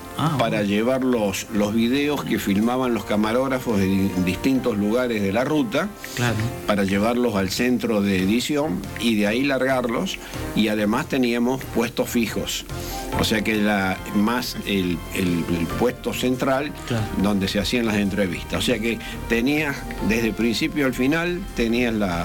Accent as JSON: {"language": "Spanish", "region": "Córdoba", "country": "Argentina", "said": "Nosotros en Córdoba, modestamente, fuimos pioneros."}